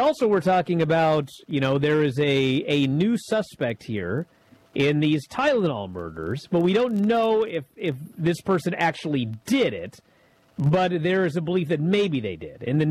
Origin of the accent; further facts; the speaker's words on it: Washington, United States; in my home state. In Auburn